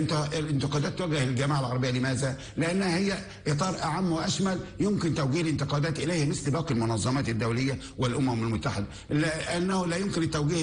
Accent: Egypt; باعتباري ان مصري

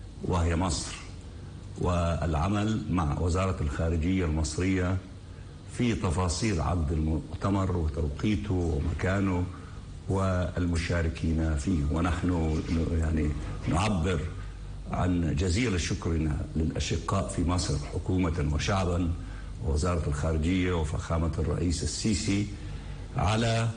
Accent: Palestine; ولكن أكدنا بطبيعة الحال أنه نحن لسنا أنانيين كفلسطينيين

